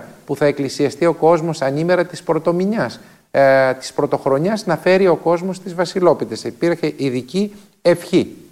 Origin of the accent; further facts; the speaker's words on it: Soufli, Eastern Macedonia and Thrace, Greece; στην πατρίδα μου τη Θράκη και στον Εύρο, στο σουφλί